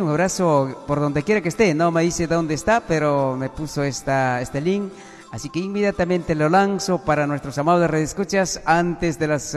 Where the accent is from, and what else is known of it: Peru